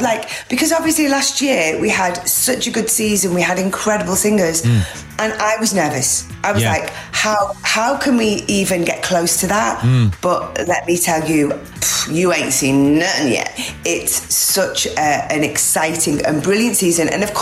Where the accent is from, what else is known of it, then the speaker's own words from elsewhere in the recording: United Kingdom; Being British growing up here, that was what you like dreamed about doing.